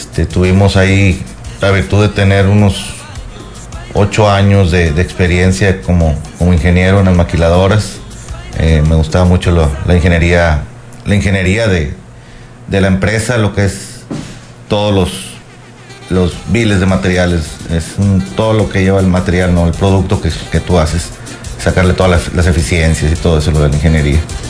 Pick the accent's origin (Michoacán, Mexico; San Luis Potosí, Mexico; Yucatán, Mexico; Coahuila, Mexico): Coahuila, Mexico; Zaragoza; moved away as an adult; also born or lived in Saltillo / Monclova / Morelos; originario de Zaragoza, ahí estuve en la escuela Venecio, en la secundaria y en el Cebeta también.